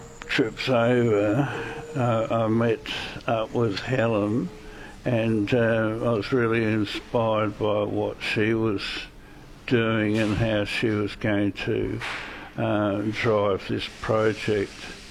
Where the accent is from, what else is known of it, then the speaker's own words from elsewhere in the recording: Victoria, Australia; also born or lived in Kaniva; Kanaiva as really my home town. But I grew up on a farm just north of Lillima, so I've always regarded Lillima as the first step.